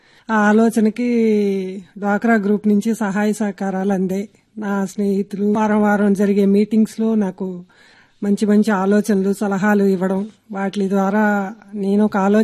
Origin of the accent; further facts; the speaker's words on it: Vijayawada, Andhra Pradesh, India; నేను డిగ్రీ వరకు చదువుకున్నానండి, మాది విజయవాడే.